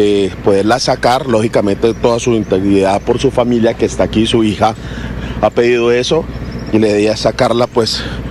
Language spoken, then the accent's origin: Spanish; Cali, Valle del Cauca, Colombia; Gracias, Cali, esos somos los caleños, gente berraca, gente unida, esos somos los caleños